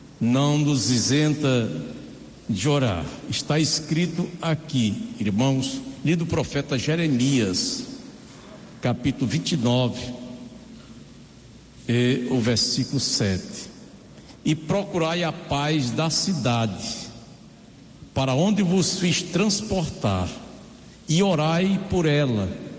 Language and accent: Portuguese; Brazil; Nós estamos aqui, neste país, somos brasileiros, graças a Deus